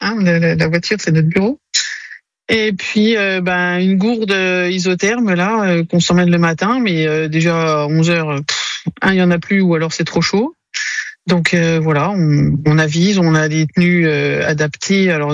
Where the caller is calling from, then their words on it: Montbard, Bourgogne-Franche-Comté, France; Montbard, je suis sur Montbard.